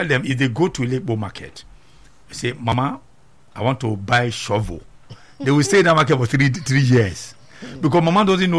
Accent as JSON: {"language": "English", "region": "Edo", "country": "Nigeria", "said": "I'm from Edo State."}